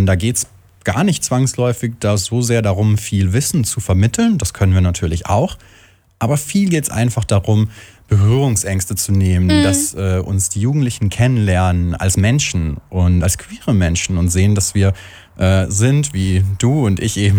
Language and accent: German; Aschaffenburg, Bavaria, Germany; wir sind ja auch aus Aschaffenburg